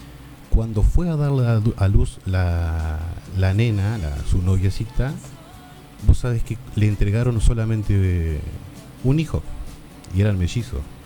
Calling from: Argentina; yo vivo en La Bianca.

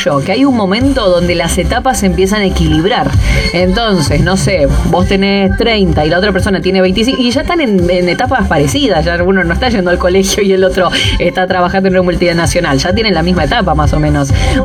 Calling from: Rosario, Santa Fe, Argentina; Buen domingo, chicos … de Rosario.

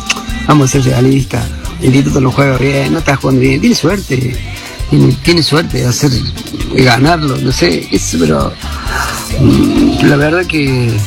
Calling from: Córdoba, Argentina; soy de Barrio Los Frenos.

